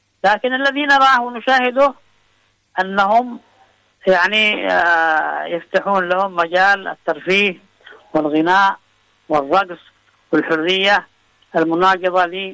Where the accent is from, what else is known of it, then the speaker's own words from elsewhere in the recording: Yemen; عندنا في الساحل الغربي وفي محافظة تعز